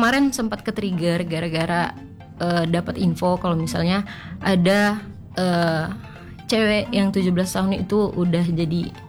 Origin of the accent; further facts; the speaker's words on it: Pontianak, West Kalimantan, Indonesia; ini kan lahir dan tumbuh di Pontianak Timur, khususnya di Jalan Tanjung Raya 1.